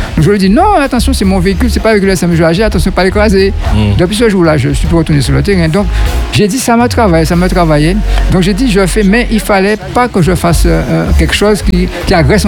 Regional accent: Guadeloupe; Chez nous, en Guadeloupe

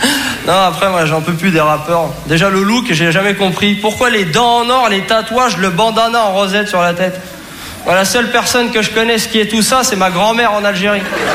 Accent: Saint-Denis, Île-de-France, France; Moi, je vous dis, moi, le rap, je connais, je viens de Saint-Denis, franchement.

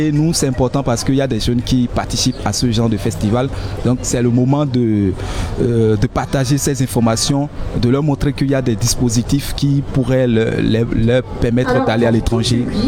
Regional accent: Benin; je viens du Bénin et je suis en service civique international

